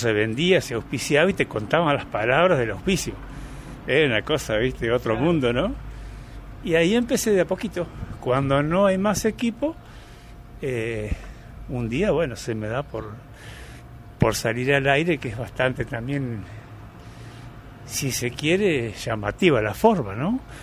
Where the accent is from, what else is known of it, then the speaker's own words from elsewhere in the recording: Arroyo Barú, Entre Ríos, Argentina; born there; No, yo soy nacido en Arroyo Barú, en el año 61. Pero ahí viví 9 meses nada más, yo no tengo registro de eso.